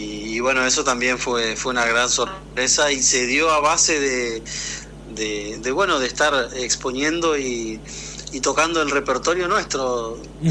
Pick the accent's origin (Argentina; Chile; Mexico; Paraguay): Argentina